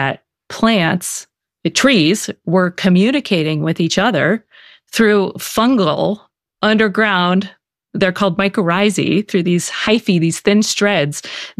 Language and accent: English; Baltimore, Maryland, United States; You know, I'm from Baltimore